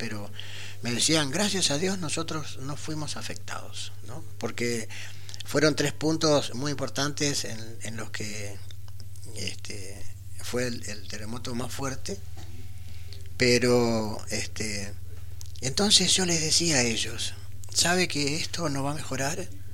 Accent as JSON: {"language": "Spanish", "country": "Argentina", "said": "por toda la labor que ha hecho para nosotros como argentinos"}